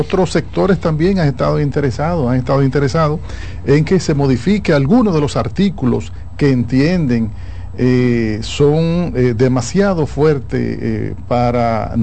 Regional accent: Dominican Republic; como dominicanos que somos

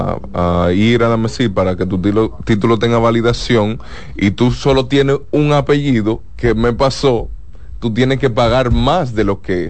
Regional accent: Dominican Republic

